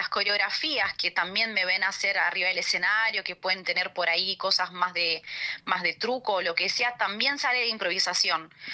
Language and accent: Spanish; Argentina; born there; Por ende, yo mamé de muy chiquita tango y mi abuelo escuchaba tango y bueno, nací en Argentina, o sea que el tango es algo familiar para mí.